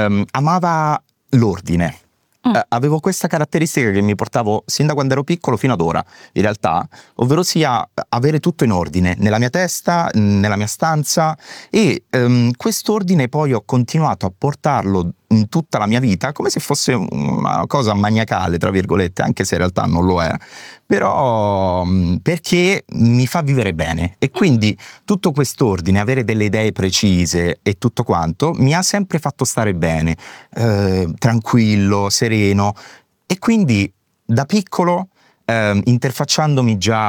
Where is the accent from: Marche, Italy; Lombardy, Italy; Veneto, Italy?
Marche, Italy; San Benedetto del Tronto; Di San Benedetto del Tronto, nelle Marche.